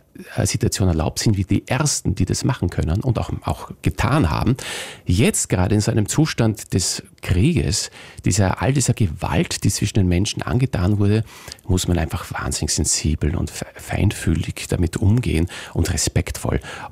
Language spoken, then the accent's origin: German; Austria; für mich als Österreicher